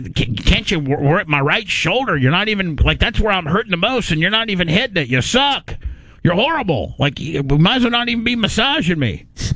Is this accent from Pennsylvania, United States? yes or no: no; Indiana, United States; I was raised in Indiana with a Florida kicker.